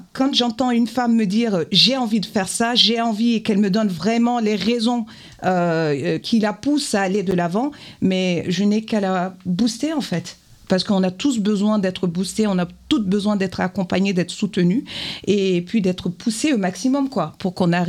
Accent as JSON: {"language": "French", "country": "Niger", "tie": "born or raised there", "moved": "as an adult", "lives_now": "France", "said": "j'ai été directrice de la communication du ministère de l'énergie au Niger, donc dans mon pays natal."}